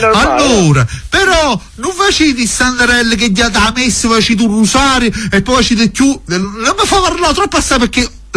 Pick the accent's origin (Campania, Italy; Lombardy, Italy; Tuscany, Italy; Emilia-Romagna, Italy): Campania, Italy; Torre del Greco; born there; io sono nato a Torre del Greco Torre del Greco mi ha apprezzato tanto mi ha voluto bene Napoli mi ama Caserta mi ama